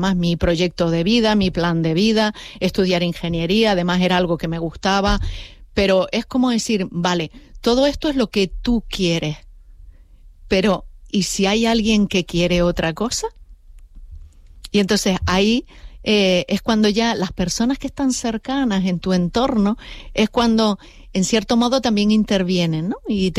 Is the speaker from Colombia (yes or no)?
no; La Palma, Canary Islands, Spain; now in Gran Canaria, Spain; me vengo de La Palma, porque yo soy de La Palma.